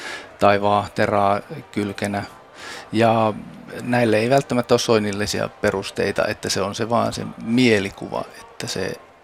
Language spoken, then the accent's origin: Finnish; Ostrobothnia, Finland; Ja mä oon Pohjanmaalta kotoisin